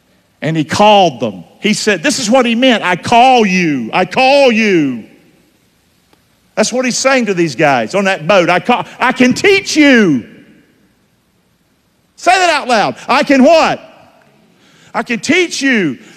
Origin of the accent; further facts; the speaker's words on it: Rockingham, North Carolina, United States; I'm from Rockingham.